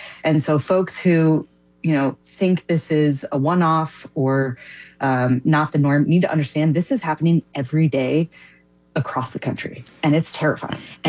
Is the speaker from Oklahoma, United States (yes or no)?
no; Fort Wayne, Indiana, United States; now in Austin, United States; I do live in Texas, but I do just want to shout out, I grew up in Indiana, so fellow Midwesterner up in here.